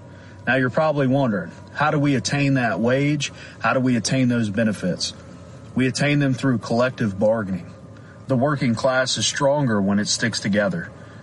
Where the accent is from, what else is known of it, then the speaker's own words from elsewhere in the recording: Parkersburg, West Virginia, United States; out of UA Local 565 in Parkersburg, West Virginia